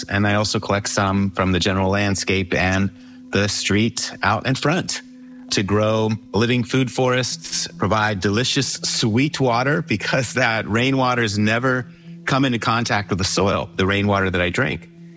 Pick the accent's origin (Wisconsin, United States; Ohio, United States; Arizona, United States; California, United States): Arizona, United States; Tucson; as I got older growing up in Tucson.